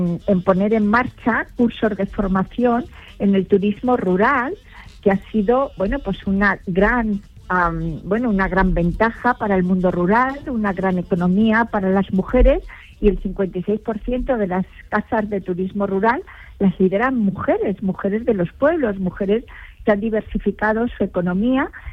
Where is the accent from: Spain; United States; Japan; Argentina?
Spain; nuestra identidad rural, nuestra identidad como españoles.